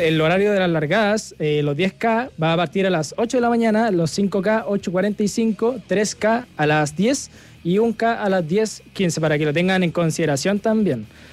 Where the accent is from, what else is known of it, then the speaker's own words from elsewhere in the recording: Temuco, Araucanía, Chile; Sí, yo soy de Temuco.